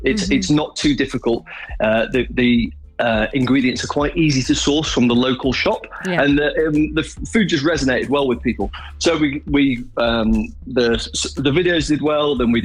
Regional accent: Sheffield, Yorkshire and the Humber, United Kingdom; I am from Sheffield.

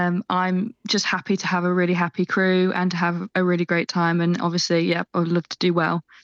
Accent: Leeds, Yorkshire and the Humber, United Kingdom; I grew up in Leeds, that very famous seafaring place, grew up sailing little boats, so little dinghies, around a local sailing club

